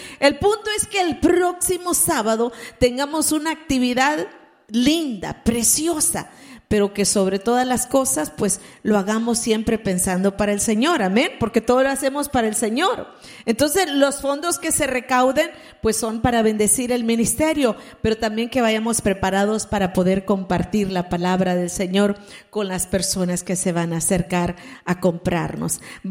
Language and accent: Spanish; El Salvador; ¿Cuántos estamos de El Salvador? La hermana Araceli y yo y mi mamá somos de El Salvador. Wow, somos bien poquitos.